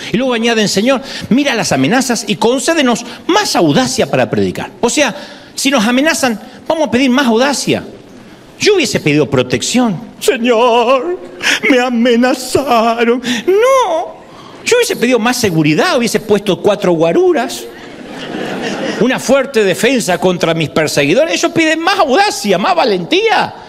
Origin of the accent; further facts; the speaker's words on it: Argentina; Esta semana yo estaba en Televisión Nacional en mi país, en Argentina